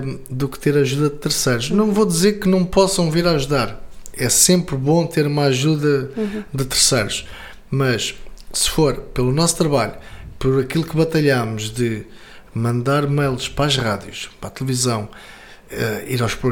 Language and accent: Portuguese; Centro, Portugal; moved away; Serra da Estrela. De onde eu sou, de onde eu vim, onde tenho família.